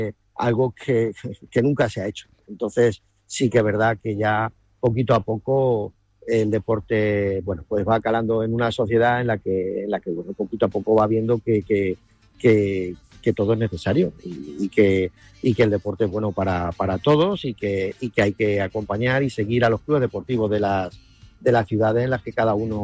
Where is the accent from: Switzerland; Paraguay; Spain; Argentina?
Spain; Puertollano, Castilla-La Mancha; porque somos de Puerto Llano, somos, como decimos, hechos de acero, una ciudad minera. Que nuestros orígenes sabemos cuáles son, de dónde venimos, a dónde vamos, y queremos ser parte de Puerto Llano, de nuestra sociedad